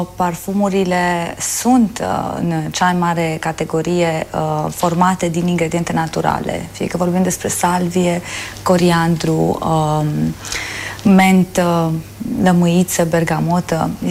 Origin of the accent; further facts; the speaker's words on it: Oradea, Bihor County, Romania; Oradea a fost locul în care mi-am conturat propriile amintiri și, de fapt, istoria mea ca personalitate și ceea ce fac astăzi este adânc înrădăcinat în orașul Oradea.